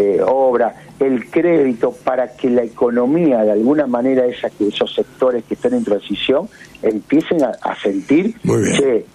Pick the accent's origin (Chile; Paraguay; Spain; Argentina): Argentina